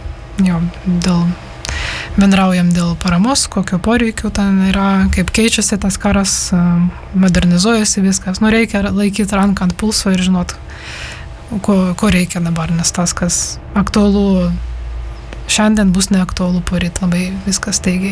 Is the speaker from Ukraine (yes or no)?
yes; Ukraine; now in Lithuania; kad aš esu ukrainietė, kad esu, privalau būti nepasyvų žmogų mane, kad turiu savo pareigos kaip Ukrainos pilietė.